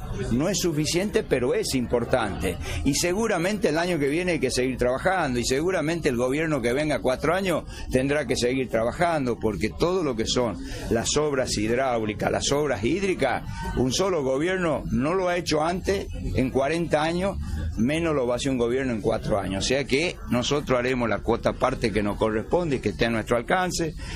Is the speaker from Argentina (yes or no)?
yes; Tucumán, Argentina; ni como gobernador, ni como tucumano, quiero que pase.